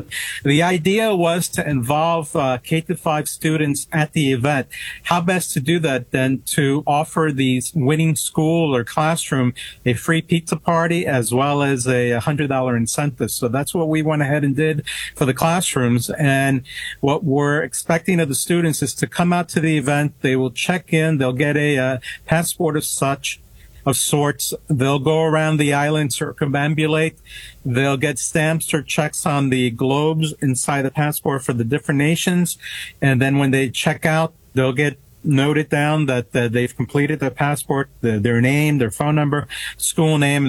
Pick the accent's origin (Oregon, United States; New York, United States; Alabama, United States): New York, United States; New York City; also born or lived in Tuxedo; I'm from New York City and upstate New York and Tuxedo.